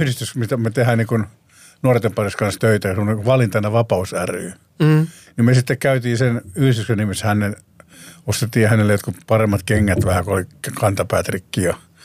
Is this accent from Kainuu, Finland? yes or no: no; Tampere, Pirkanmaa, Finland; kun me ollaan Tampereelta